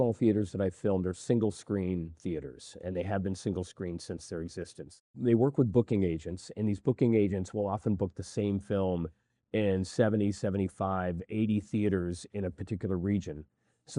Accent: Oregon, United States; born there; also born or lived in Washington / Seattle; come from Seattle, and we used to have a vibrant art house scene in Seattle. Many of those theaters have closed. I also grew up in small parts of the West, mainly Eastern Oregon and parts of Washington.

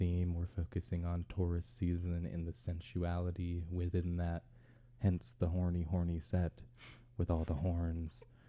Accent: Maine, United States; now in Moab, United States; I'm from Maine originally.

